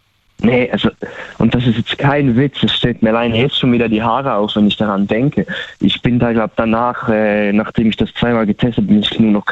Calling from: Switzerland; Schweiz, genau, ja.

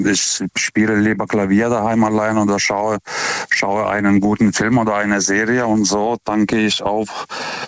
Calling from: Karlsruhe, Baden-Württemberg, Germany; German is a second language; aus Karlsruhe. Ich rufe zum zweiten Mal an.

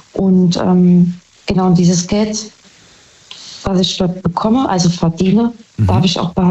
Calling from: Saarbrücken, Saarland, Germany; Saarbrücken.

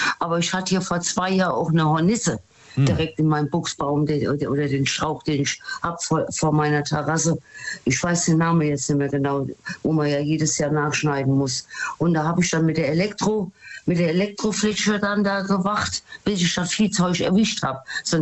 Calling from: Rhineland-Palatinate, Germany; Aus dem Westerwald.

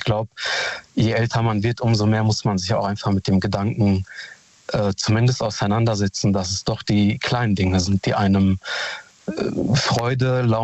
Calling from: Hamm, North Rhine-Westphalia, Germany; Hallo Daniel … ich komme aus Hamm.

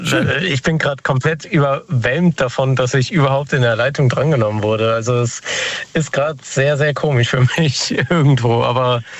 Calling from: Montabaur, Rhineland-Palatinate, Germany; Aus der Ecke Hessen, aus Montabaur ungefähr.

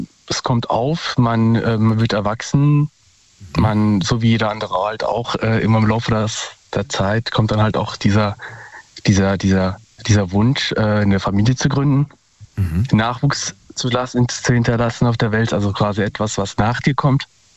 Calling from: Hesse, Germany; Ich bin hier aus Umgebung Darmstadt.

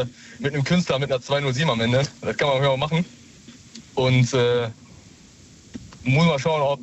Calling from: Dortmund, North Rhine-Westphalia, Germany; Ich komme aus Dortmund.

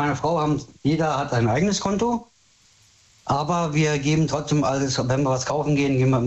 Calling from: Hanover, Lower Saxony, Germany

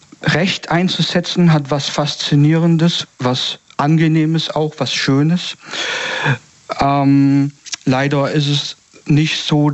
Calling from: Stuttgart, Baden-Württemberg, Germany; Ich komme aus der Gegend Stuttgart.

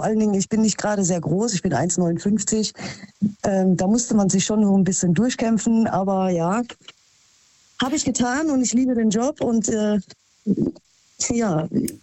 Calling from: Krefeld, North Rhine-Westphalia, Germany; Hi, ich komme aus Krefeld.

